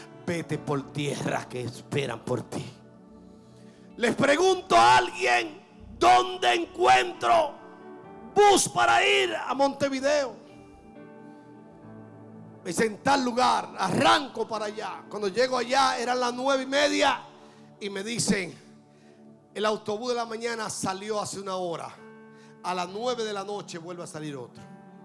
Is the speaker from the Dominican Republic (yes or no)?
yes; Dominican Republic; yo soy un pastor dominicano que estaba en Brasil cumpliendo con una agenda